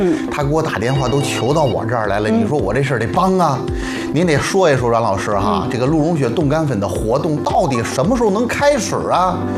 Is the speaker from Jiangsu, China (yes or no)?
yes; Xuzhou, Jiangsu, China; 大家好，我是来自徐州的